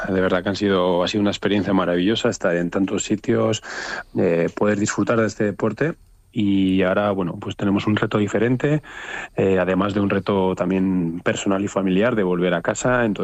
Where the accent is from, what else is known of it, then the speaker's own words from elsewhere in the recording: Barcelona, Catalonia, Spain; moved away; una vez que salí de Barcelona, que ya sales un poco de lo que es tu país, un poco tu entorno, estar en el extranjero era un reto distinto